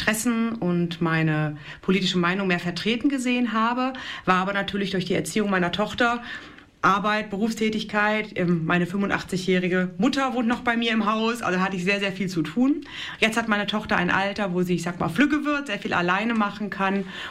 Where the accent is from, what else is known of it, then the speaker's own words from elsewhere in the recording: Wiesbaden, Hesse, Germany; moved away as an adult; now in Gleichen, Germany; habe hier also studiert, bin zum Studieren hierher gekommen, komme ursprünglich aus Wiesbaden, bin da groß geworden in Hessen und bin dann hier hängen geblieben